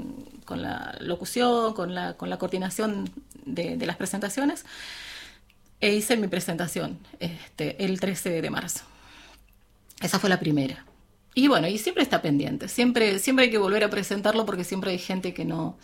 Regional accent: Chos Malal, Neuquén, Argentina; Yo hace 58 años que vivo en Chosma, nunca me fui de Chosma, siempre claro. En mi lugar y siempre y lo elijo. Entonces sí, Chosmalal es el lugar.

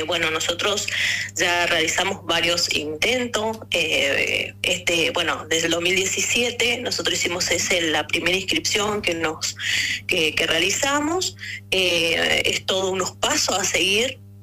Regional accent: Formosa, Argentina; born there; moved away as an adult; also born or lived in Chaco; now in Río Grande, Argentina; Porque ambos nacimos en la provincia de Formosa.

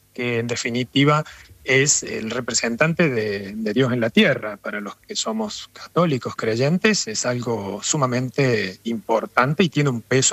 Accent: Córdoba, Argentina; now in Italy; Soy cordobés, y no sé si se siente la tona.

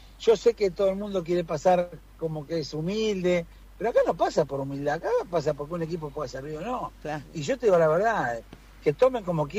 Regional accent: Argentina; A mí como argentino me da vergüenza ver tantas cosas que vemos

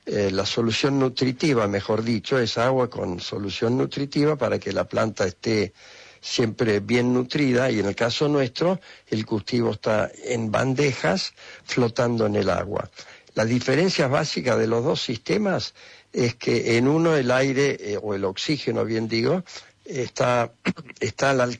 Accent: Argentina; born there; No, yo nací aquí.

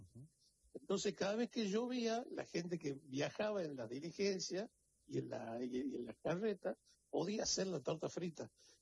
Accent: Tucumán, Argentina; now in Buenos Aires, Argentina

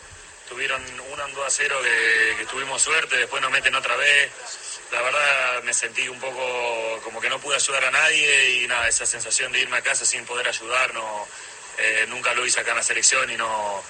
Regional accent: Argentina; queremos que ser representados como lo que somos, como todo argentino

